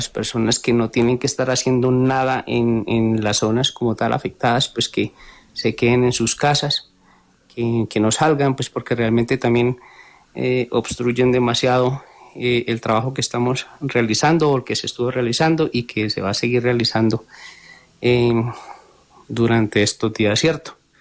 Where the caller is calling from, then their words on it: Manizales, Caldas, Colombia; Me encuentro en la ciudad de Manizales.